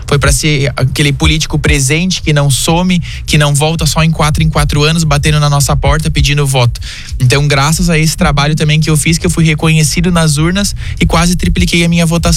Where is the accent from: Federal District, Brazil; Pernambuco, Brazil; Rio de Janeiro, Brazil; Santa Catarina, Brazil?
Santa Catarina, Brazil; Balneário Camboriú; eu tenho 28 anos, eu nasci e cresci aqui em Balneário Camboriú, sou filho de uma gaúcha que veio de Canela, no Rio Grande do Sul, há 35 anos atrás para nossa cidade, veio em busca de uma vida melhor também aqui no litoral catarinense. O meu pai é um catarinense do oeste